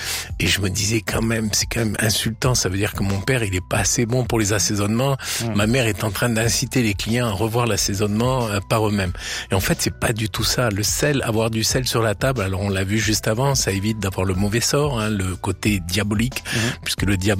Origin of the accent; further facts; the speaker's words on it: Provence-Alpes-Côte d'Azur, France; C'est que moi je viens de Camargue, comme mon accent l'indique, et mes parents avaient un restaurant en Camargue